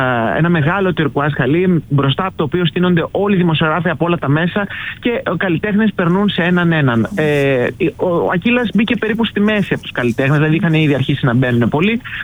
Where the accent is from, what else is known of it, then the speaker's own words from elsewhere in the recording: Greece; μόλις είπα ότι είμαι από την Ελλάδα